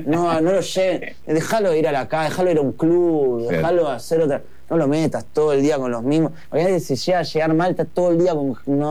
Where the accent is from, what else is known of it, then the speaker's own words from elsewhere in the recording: Uruguay; born there; also born or lived in Brussels, Belgium / Flanders, Belgium; Y nací en Bélgica. Nací en Bruselas, pero viví en Flandria, en el norte, en Vlaanderen. Viví ahí 8 años y después nos mudamos a Uruguay.